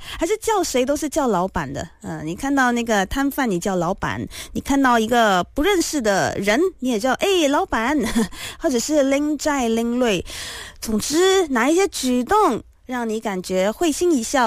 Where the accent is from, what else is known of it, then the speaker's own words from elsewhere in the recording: Malaysia; also born or lived in Taiwan; 这我以前在台湾念书的时候经常遇到这种情况，我们马来西亚人之间说话嘛